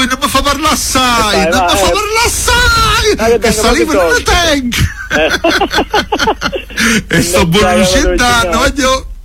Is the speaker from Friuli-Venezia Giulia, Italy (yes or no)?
no; Torre del Greco, Campania, Italy; born there; Io sono nato a Torre del Greco. Torre del Greco mi ha apprezzato tanto, mi ha voluto bene. Napoli mi ama, Caserta mi ama